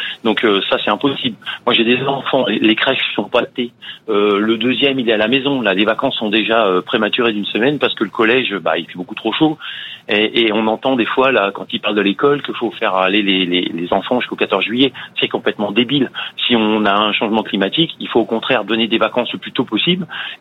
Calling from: Mayenne, Pays de la Loire, France; De la Mayenne.

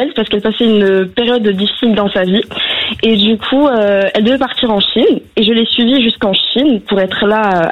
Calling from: Bordeaux, Nouvelle-Aquitaine, France; Alors, j'ai 20 ans et je viens de Bordeaux.

